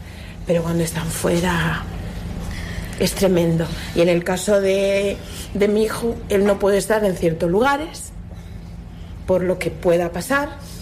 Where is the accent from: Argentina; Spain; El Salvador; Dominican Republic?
Dominican Republic; moved away; Yo soy de la República Dominicana. Llevo aquí casi 40 años. Más bien soy de aquí, no de allí.